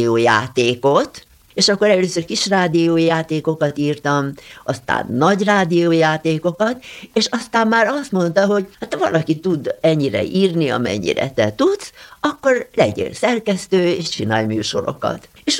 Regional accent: Alsóörs, Veszprém County, Hungary; born there; én Alsőrsen együtt nőttem fel. Mert én gyerekkoromban a poros utakon jártam, és ott semmi nem volt szinte, és aztán azzá lett, hogy egy európai hírű település lett belőle

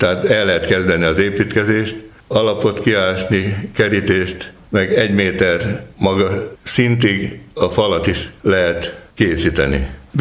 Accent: Gelénes, Szabolcs-Szatmár-Bereg, Hungary; born there; moved away; Gelénesen van a szülői házam, én örököltem meg

